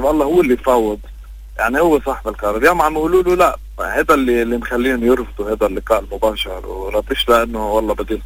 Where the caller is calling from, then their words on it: South Lebanon, Lebanon; من الجنوب